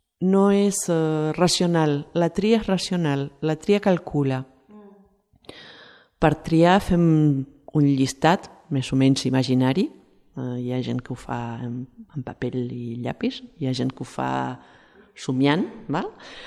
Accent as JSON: {"language": "Catalan", "region": "Catalonia", "country": "Spain", "also_born_or_lived": "Argentina", "said": "Però jo sóc catalana, i jo sóc catalana estigui on estigui, tot i que he nascut a l'Argentina"}